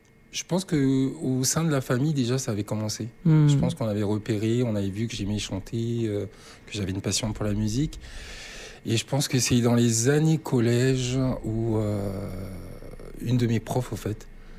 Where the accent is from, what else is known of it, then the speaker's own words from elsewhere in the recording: New Caledonia; je suis né en Nouvelle-Calédonie. J'ai grandi avec les Kanaks.